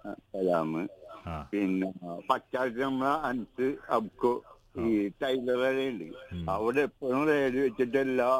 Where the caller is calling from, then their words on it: Kochi, Kerala, India; ഞാന് തോപ്പമ്പടിക്കുന്ന